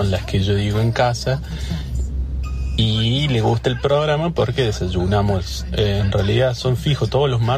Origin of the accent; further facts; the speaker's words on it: Córdoba, Argentina; Yo soy cordobés, así que...